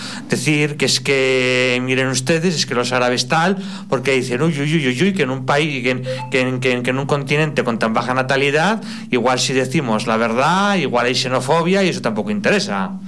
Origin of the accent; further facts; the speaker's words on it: Aragon, Spain; En mi pueblo iban a poner un parque eólico, pero al final nos libramos, pero como está la laguna de Gallo Canta al lado